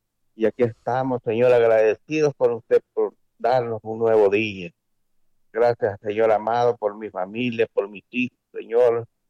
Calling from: San Lorenzo, Valle, Honduras; Hablamos de aquí de San Lorenzo

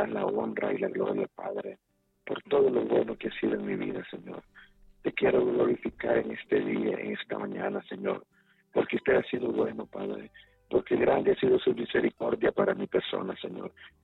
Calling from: Comayagua, Honduras; De Comayagua.

